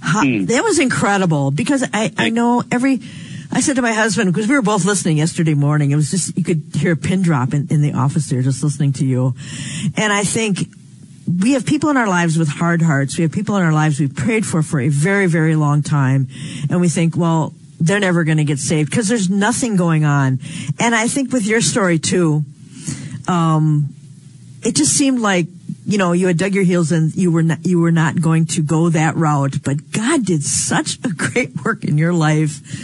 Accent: New York, United States; I'm from New York, which was lake effect snow, where they'll get 60 inches in a weekend

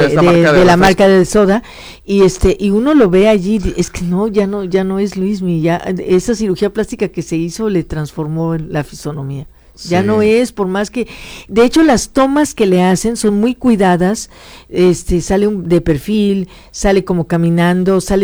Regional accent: Guanajuato, Mexico; Muchas personas piensan que soy de la Ciudad de México. La quiero mucho, me trató muy bien. No soy de la Ciudad de México, soy de Guanajuato.

